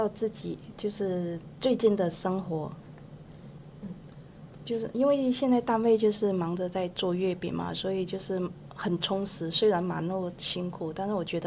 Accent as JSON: {"language": "Chinese", "town": "Nanning", "region": "Guangxi", "country": "China", "first_language": "Cantonese", "second_language": "Chinese", "moved": "as an adult", "lives_now": "Taiwan", "said": "我是来自那个大陆广西南宁，"}